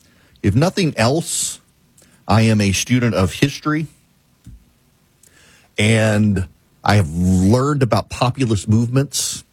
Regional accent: Louisiana, United States; I'm from Louisiana.

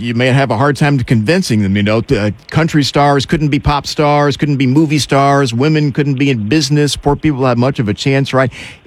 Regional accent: Tennessee, United States; I grew up in Tennessee myself. Loved … Dollywood was one of our big family vacations. You know, didn't go to Florida. We went to Dollywood.

